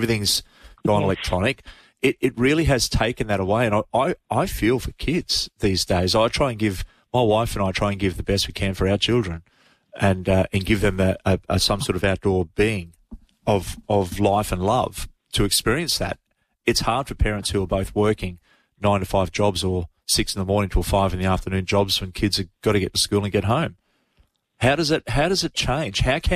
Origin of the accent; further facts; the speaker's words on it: Gold Coast, Queensland, Australia; I'm in my 50s. Let's go back to when I was a kid, and this isn't about me by any means, but as a kid, growing up on the Gold Coast as a junior, and I would ride a bike from Coomera to Main Beach.